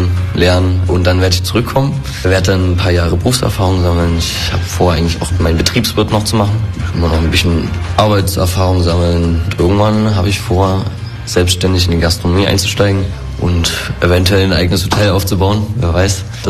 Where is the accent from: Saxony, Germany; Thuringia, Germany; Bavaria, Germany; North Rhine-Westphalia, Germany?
Saxony, Germany; Nossen; Ich komme ursprünglich aus Nossen.